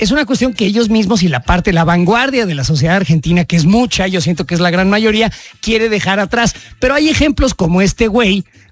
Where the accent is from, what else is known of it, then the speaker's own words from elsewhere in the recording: Mexico City, Mexico; Sí, yo soy del barrio Bravo de San Ángel, ¿ok? Ya.